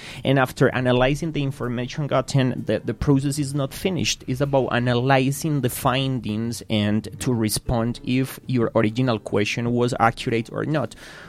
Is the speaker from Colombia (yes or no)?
yes; Medellín, Antioquia, Colombia